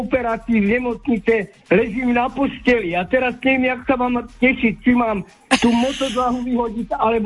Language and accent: Slovak; Topoľčany, Nitra Region, Slovakia; Od Topolčian.